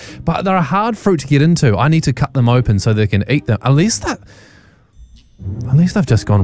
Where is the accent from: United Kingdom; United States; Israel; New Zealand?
New Zealand; Christchurch, Canterbury; I was born and bred in Christchurch.